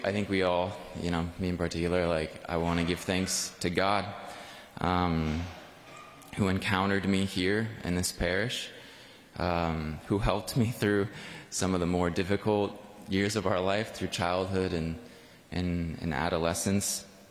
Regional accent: Nebraska, United States; moved away as an adult; now in Philadelphia, United States; I never say I'm from Philadelphia. I'm always like, well, I'm from Nebraska, but I live in Philadelphia.

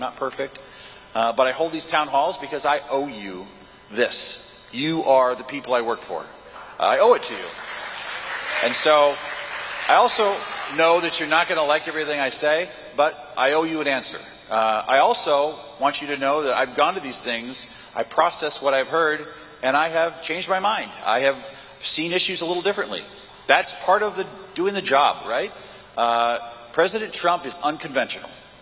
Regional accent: Norfolk, Nebraska, United States; I grew up in Norfolk, Nebraska. I was a Cub Scout.

